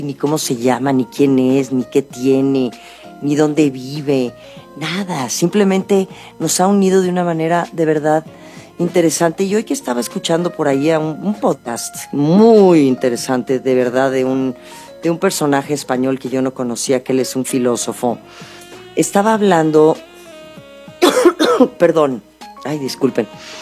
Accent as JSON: {"language": "Spanish", "country": "Mexico", "tie": "born there", "said": "somos mexicanos al final y eso es muy bonito. A mí me da mucho orgullo y me siento de verdad muy agradecida de haber nacido en este país."}